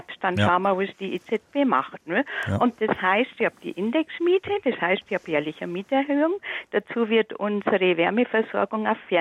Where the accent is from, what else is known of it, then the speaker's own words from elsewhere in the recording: Bavaria, Germany; born there; now in Munich, Germany; Ich bin selber in der Oberpfalz geboren, wohne aber schon 52 Jahre in München.